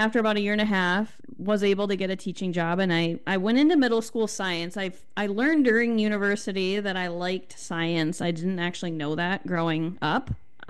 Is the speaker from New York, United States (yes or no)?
no; Minnesota, United States; I grew up just outside of Minneapolis, Minnesota